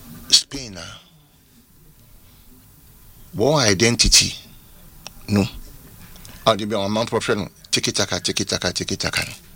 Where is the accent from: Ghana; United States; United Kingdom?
Ghana; now in South Africa; Me a South African citizen, though, but I'm a Ghanaian.